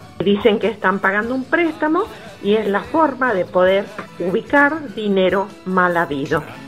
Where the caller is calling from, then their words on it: Mendoza, Argentina; vivo en Mendoza.